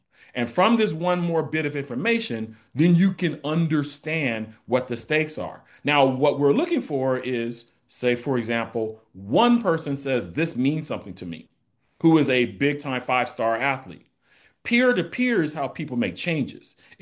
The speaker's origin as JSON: {"language": "English", "town": "Inglewood", "region": "California", "country": "United States", "tie": "born or raised there", "said": "I had made an educational leap that was well beyond what I had known growing up in Inglewood, California."}